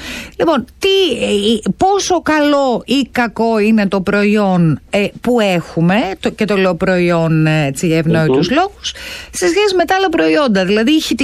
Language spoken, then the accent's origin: Greek; Serres, Central Macedonia, Greece; γιατί και εγώ από τα Σέρας είμαι από τα Σέρας, έτσι. Ως queer παιδί.